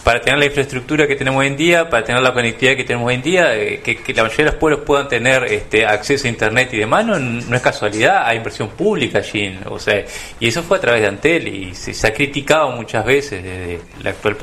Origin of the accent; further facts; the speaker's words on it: Uruguay; como todo ciudadano, como todo uruguayo